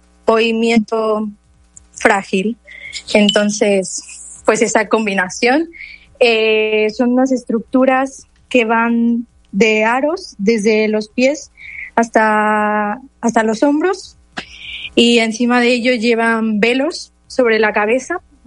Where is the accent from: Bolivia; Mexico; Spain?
Mexico; Como mexicana que soy, creo que es importante dar visibilidad que en México también hay talento y que hay que apoyarlo.